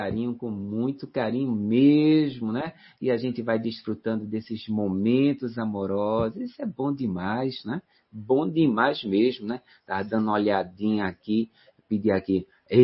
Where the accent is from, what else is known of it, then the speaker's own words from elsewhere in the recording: Pernambuco, Brazil; E não, eu sou pernambucano, gente, eu sou pernambucano, eu adoro essa terra, né?